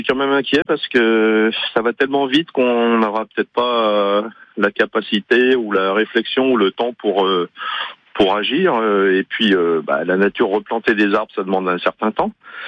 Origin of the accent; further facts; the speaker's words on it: Grenoble, Auvergne-Rhône-Alpes, France; now in Besançon, France; moi, je suis grenoblois d'origine.